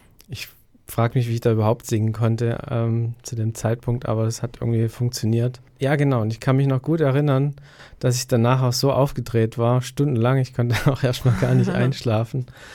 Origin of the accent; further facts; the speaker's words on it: Baden-Württemberg, Germany; Ich komme aus Haupt am Neckar und ist in der Nähe von Stuttgart und das sind so ungefähr 800 Kilometer von hier.